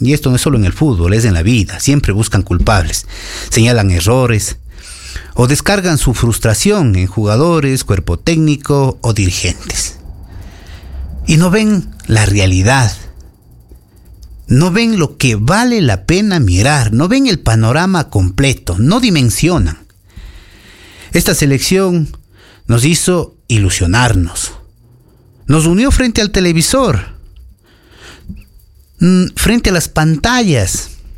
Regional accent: Ecuador

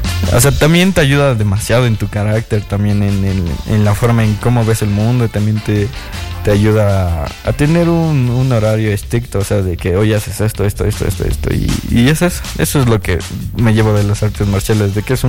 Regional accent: Ambato, Tungurahua, Ecuador; como soy de Ambato

